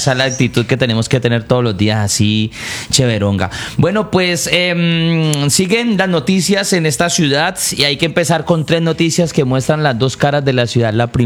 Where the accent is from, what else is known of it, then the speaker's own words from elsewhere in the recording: Cali, Valle del Cauca, Colombia; Y esto demuestra pues que también si nos unimos como caleños y como autoridades, claro, se unen, logran.